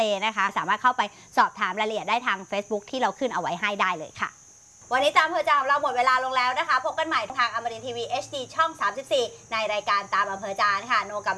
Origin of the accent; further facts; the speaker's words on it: Southern Thailand, Thailand; ไม่ได้เราเป็นคนใต้